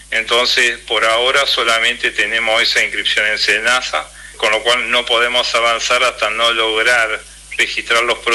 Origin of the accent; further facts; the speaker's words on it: El Palenque, Entre Ríos, Argentina; Nosotros estamos acá en la localidad del Palenque, de donde soy oriundo. Está a 40 kilómetros de Paraná.